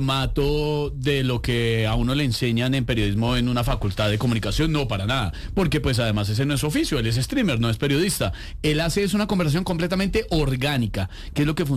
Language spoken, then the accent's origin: Spanish; Bogotá, Colombia; accent: rolo; se me salía mucho dos dejes, de dos cositas que uno habla mucho como rolo.